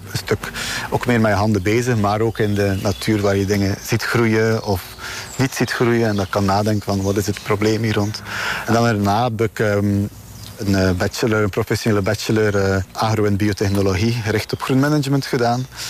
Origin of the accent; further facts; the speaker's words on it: Flanders, Belgium; accent: West Flemish; nu toch al 36 jaar. Ik kom uit West-Vlaanderen, zoals je misschien wel kan horen tijdens het gesprek. Ik ben opgegroeid in een familie die vrij natuurgericht bezig was altijd.